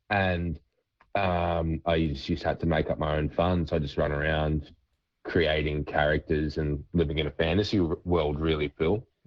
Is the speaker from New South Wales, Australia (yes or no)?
yes; Brocklesby, New South Wales, Australia; also born or lived in Sydney; So we went from there to a little rural town called Brocklesby.